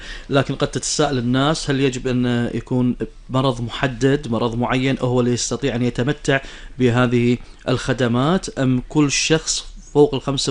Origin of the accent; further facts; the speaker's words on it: Kuwait; اللي دولتنا الحبيبة الكويت ما ذخرت شيء عن أبنائها وعن بناتها